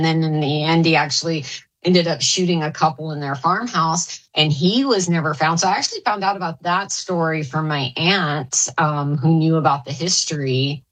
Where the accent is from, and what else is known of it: Arkansas, United States; born or raised there; also born or lived in Texas